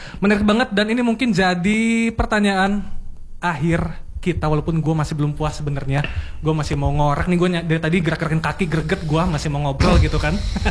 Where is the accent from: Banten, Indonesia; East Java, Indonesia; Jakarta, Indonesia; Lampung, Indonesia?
Banten, Indonesia; Serang; born there; sekolah-sekolah di Serang yang kebetulan ini juga tanah kelahiran gua ya